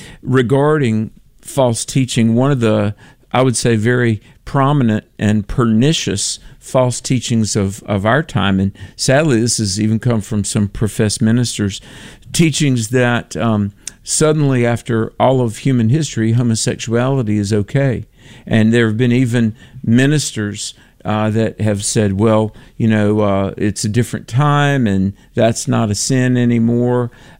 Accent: North Carolina, United States; North Carolina, my home state

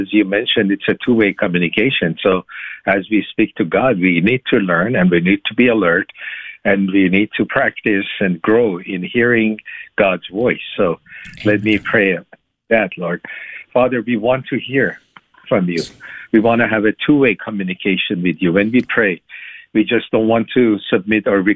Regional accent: Iran; moved away as an adult; now in United States; I was born in Iran. I'm from Iran and Muslim, pretty devout in my early years.

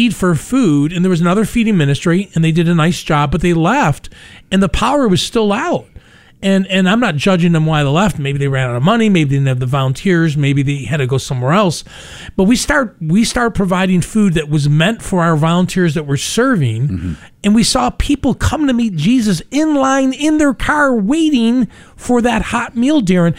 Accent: Louisiana, United States; accent: Louisiana; but I'll get to my Louisiana accent in a minute.

